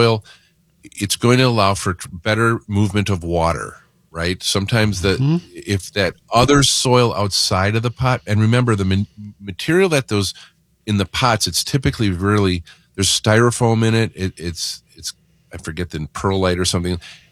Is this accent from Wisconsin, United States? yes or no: yes; Mukwonago, Wisconsin, United States; I was born and raised in Maguanago